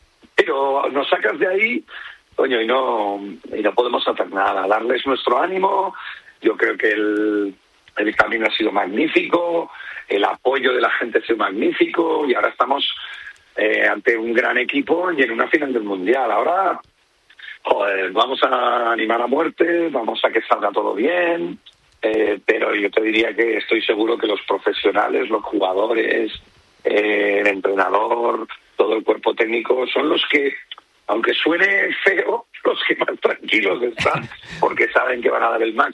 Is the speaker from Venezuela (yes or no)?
no; Madrid, Community of Madrid, Spain; porque yo soy de Madrid, pues vamos a estar apoyándoles